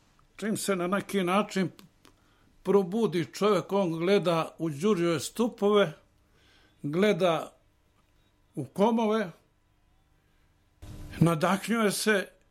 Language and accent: Serbian; Montenegro; Ja sam iz Crne Gore